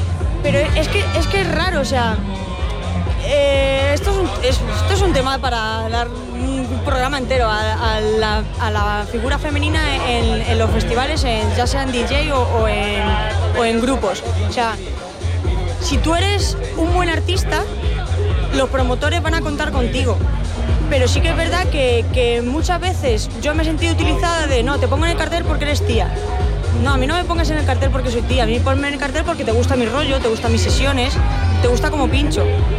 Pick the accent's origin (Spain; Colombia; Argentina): Spain; Menasalvas, Castilla-La Mancha; moved away as an adult; yo soy de un pueblo de Toledo, soy de Menasalvas, pero es verdad que llevo aquí 16 años, llevo viviendo desde que empecé la universidad y aquí me he quedado y aquí me quedaré.